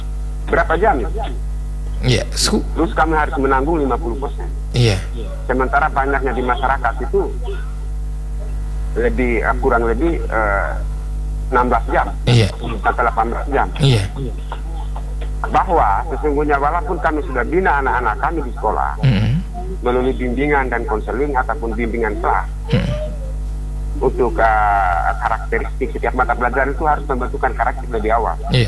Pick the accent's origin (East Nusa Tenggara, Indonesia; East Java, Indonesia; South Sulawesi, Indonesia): South Sulawesi, Indonesia; Makassar; accent: Makassar dialect; saya pindah secara dialeknya Makassar